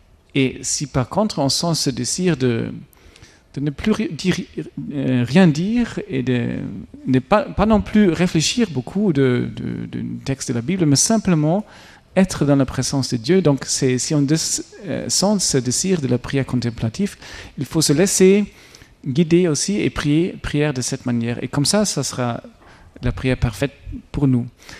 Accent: Germany; accent: German; French is a second language

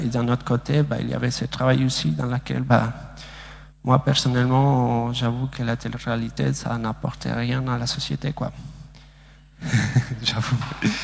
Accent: Bolivia; French is a second language; now in France; j'ai 25 ans et je suis bolivien. Je viens de la Bolivie, en fait, je me trouve en Amérique du Sud.

